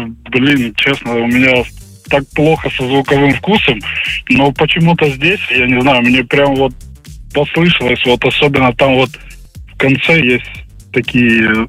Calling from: Simferopol, Crimea, Ukraine; Симферополь

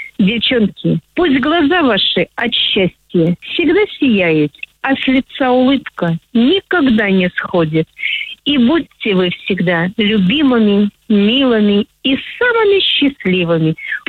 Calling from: Kursk, Kursk Oblast, Russia; из Курска.

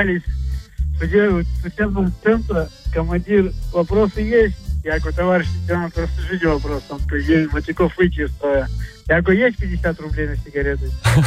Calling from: Kirov, Kirov Oblast, Russia; Из Кирова.

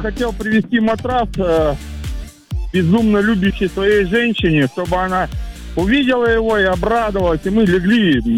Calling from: Chelyabinsk, Chelyabinsk Oblast, Russia; я из Челябинска. Люблю вас всех. Я живу на улице Агалакова, все там меня знают.

